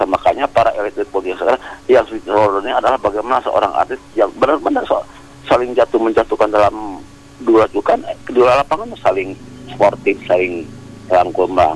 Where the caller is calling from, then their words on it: West Java, Indonesia; salam sahabatan, salam persaudaraan dari saya dari Jawa Barat. Walaupun beda pulau, beda provinsi, waktu pun juga beda 2 jam